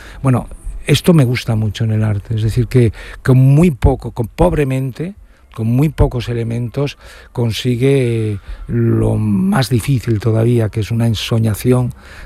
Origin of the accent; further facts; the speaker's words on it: León, Castile and León, Spain; Yo soy poco de León también, ¿eh? Yo he sido de León, pero soy ahora quizás menos.